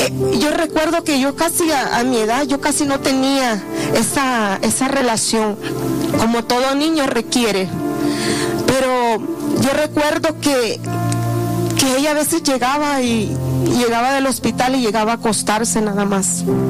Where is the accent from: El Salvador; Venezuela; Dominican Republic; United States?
El Salvador; Soy originaria de El Salvador. Gloria a Dios. Tengo el privilegio de tener doble nacionalidad.